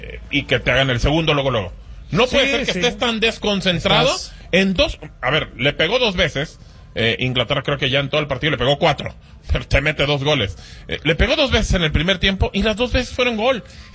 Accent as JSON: {"language": "Spanish", "country": "Mexico", "said": "y soy mexicano y me duele mucho"}